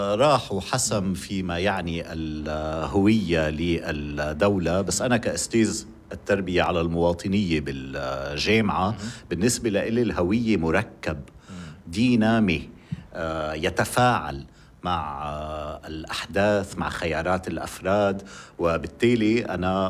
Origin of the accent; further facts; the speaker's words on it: South Governorate, Lebanon; أنا ابن الجنوب بسهر بالضياع المسيحية وهذا مصدر غنى ورائع بالنسبة لنا.